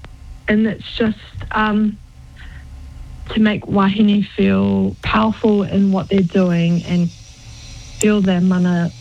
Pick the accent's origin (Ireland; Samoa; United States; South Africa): Samoa; I am from Samoa. family is from Samoa.